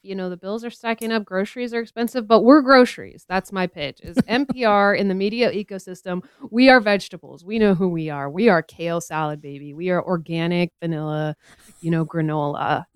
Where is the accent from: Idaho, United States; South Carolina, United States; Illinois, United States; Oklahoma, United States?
Idaho, United States; Twin Falls; now in North Idaho, United States; I grew up in Idaho. I grew up in Twin Falls. I went to school at U of I and I just fell in love with North Idaho and I'm up here now.